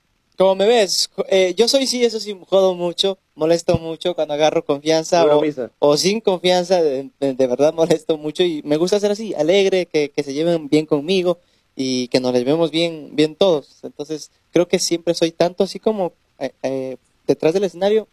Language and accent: Spanish; Ecuador; les invito a ustedes como ecuatorianos, apoyemos lo nuestro